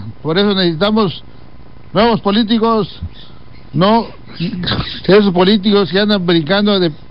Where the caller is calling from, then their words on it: Mexico; los políticos de aquí, México